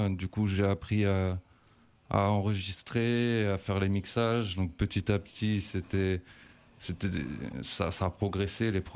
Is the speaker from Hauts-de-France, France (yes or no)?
no; Montreuil, Île-de-France, France; Bah moi, je viens de Montreuil.